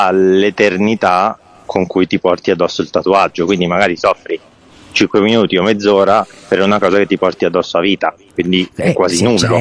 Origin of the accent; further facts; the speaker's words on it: Trieste, Friuli-Venezia Giulia, Italy; born there; also born or lived in Milan; now in Rome, Italy; Sì, sono nato a Trieste, ho vissuto a Milano e ci vengo periodicamente ogni volta che gioca l'Inter o per tatuare e vivo a Roma.